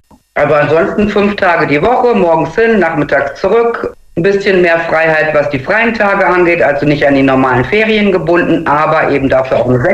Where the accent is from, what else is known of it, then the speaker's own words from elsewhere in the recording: Xanten, North Rhine-Westphalia, Germany; also born or lived in Münster; Ich bin in Münster geboren, in Xanten groß geworden, jetzt das 27. Mal umgezogen